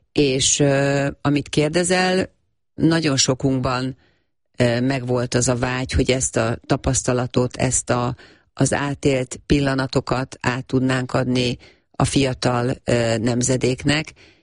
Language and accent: Hungarian; Hungary